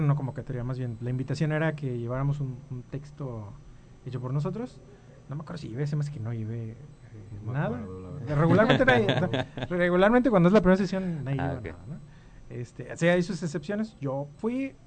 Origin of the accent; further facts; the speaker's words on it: Aquiles Herdán, Jalisco, Mexico; soy entonces... de un ranchito que se llama Aquiles Herdán, que está para Jalisco.